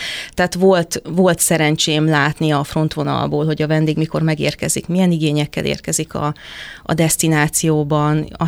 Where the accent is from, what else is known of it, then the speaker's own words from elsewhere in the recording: Ságvár, Somogy, Hungary; Hát én már kiskorom óta Ságváron, Siófok mellett egy pici településen nőttem fel